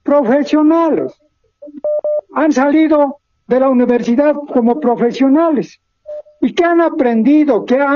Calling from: La Paz, Bolivia; De La Paz

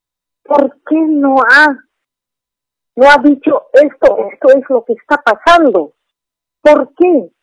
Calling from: Montero, Santa Cruz, Bolivia; Le hablo de aquí de Montero.

